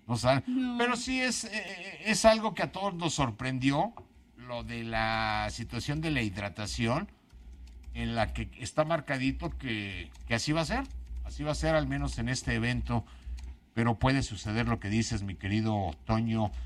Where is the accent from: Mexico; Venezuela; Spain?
Mexico; Monterrey, Nuevo León